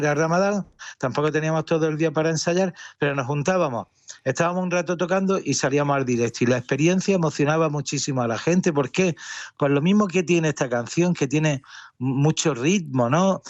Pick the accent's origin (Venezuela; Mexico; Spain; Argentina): Spain; Granada, Andalusia